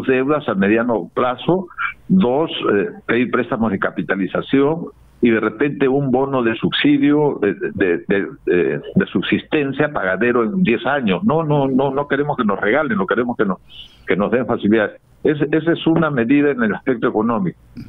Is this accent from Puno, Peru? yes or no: no; Camaná, Arequipa, Peru; Yo soy de Arequipa